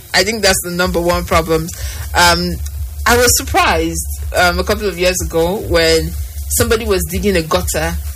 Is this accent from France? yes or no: no; Lagos, Nigeria; my experience in Lagos, where I grew up in Lagos